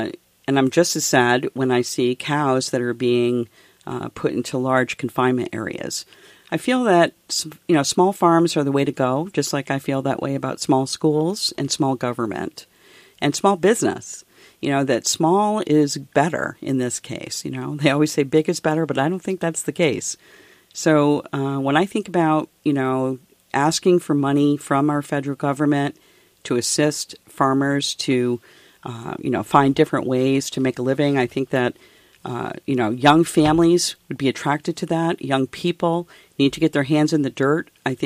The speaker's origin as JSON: {"language": "English", "region": "Vermont", "country": "United States", "tie": "born or raised there", "said": "I'm a small business owner, and I'm from Vermont."}